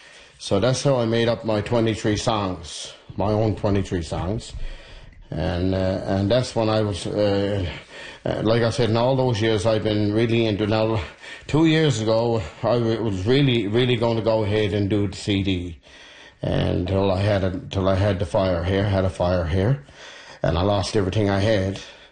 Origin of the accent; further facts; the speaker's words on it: Black Tickle, Newfoundland and Labrador, Canada; the way I grew up in Black Tickle.